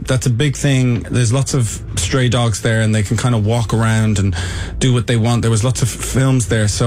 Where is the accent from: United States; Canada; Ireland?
Ireland; also born or lived in England; I was born in England. I grew up in Ireland and my family are German